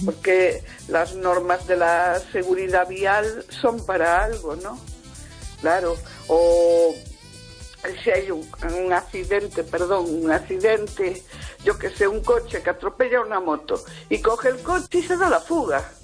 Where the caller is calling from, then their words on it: Vigo, Galicia, Spain; de Vigo, gracias.